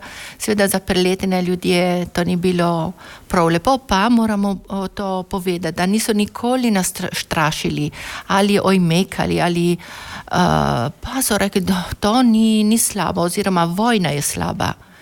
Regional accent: Stolvizza, Friuli-Venezia Giulia, Italy; jaz sem iz Solbice

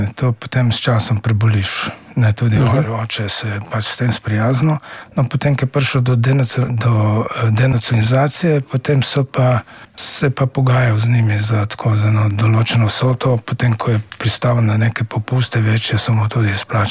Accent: Hrastnik, Central Sava, Slovenia; moved away; tako da smo mi iz Hrastnika potem se pobrali leta 1964

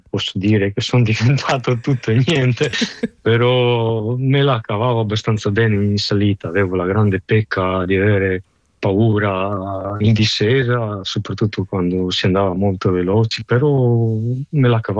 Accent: Šišan, Istria County, Croatia; io sono nato a Sissano, vicino a Pola

